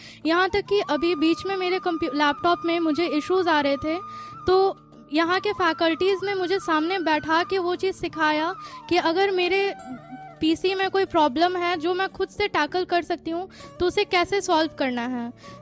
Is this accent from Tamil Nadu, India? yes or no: no; Patna, Bihar, India; मैं पटना बिहार की हूँ, कंकड़बाग मेरा होम टाउन है।